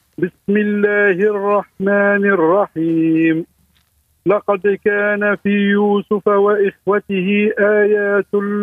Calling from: Sousse, Sousse Governorate, Tunisia

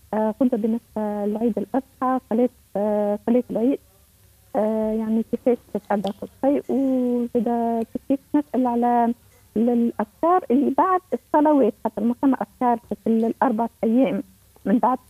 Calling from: El Kef, Kef Governorate, Tunisia

